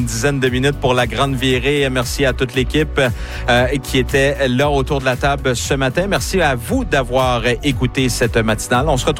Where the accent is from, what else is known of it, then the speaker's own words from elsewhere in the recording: Canada; chez nous au Canada